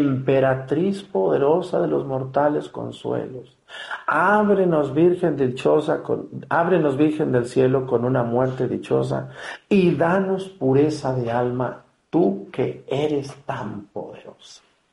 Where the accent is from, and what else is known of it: Mexticacán, Jalisco, Mexico; born or raised there